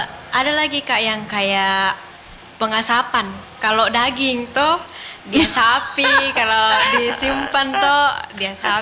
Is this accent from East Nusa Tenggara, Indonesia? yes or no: yes; East Nusa Tenggara, Indonesia; Kalau kami tuh di NTT pernah itu ke dulu kalau enggak salah waktu hari kurban. Ada tuh di kampungku datang ki orang mau kurban kayak banyak sekali tuh Kak.